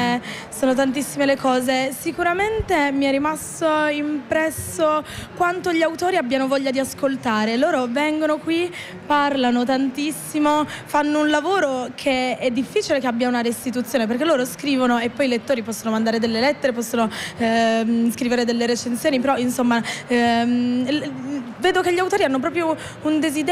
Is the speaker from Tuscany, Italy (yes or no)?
no; Turin, Piedmont, Italy; Io sono torinese, sì, studio lettere moderne a Palazzo Nuovo